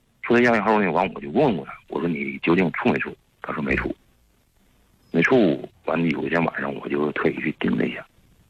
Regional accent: Shenyang, Liaoning, China; 我是在农村长大的， 哦、 家沈阳的。

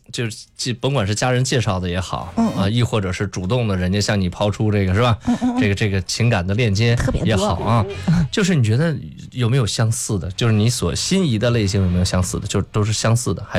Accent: Luoyang, Henan, China; moved away; 我回一趟我们老家嘛，叫洛阳嘛

